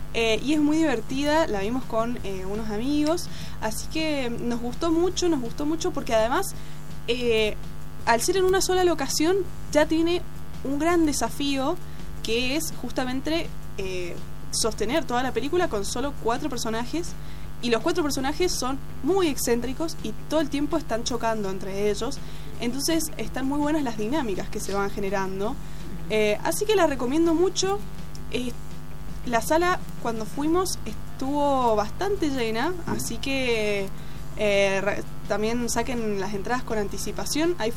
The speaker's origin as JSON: {"language": "Spanish", "country": "Argentina"}